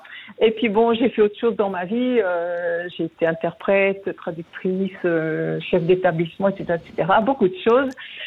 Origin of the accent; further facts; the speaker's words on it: France; En France, puisque je suis française d'origine, je recherche les magasins de mon enfance, je les trouve plus.